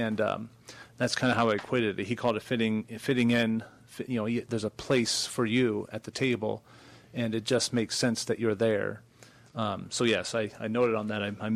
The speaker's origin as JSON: {"language": "English", "town": "Spokane", "region": "Washington", "country": "United States", "tie": "born or raised there", "said": "And just even though I grew up in Spokane, the frenetic pace of life of the big city of Spokane is I'd be like"}